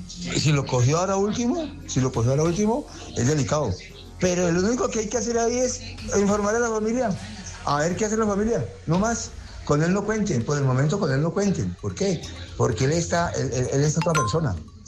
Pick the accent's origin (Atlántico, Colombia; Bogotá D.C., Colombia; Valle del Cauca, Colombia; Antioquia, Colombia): Valle del Cauca, Colombia; Cali; de Cali para el Mundo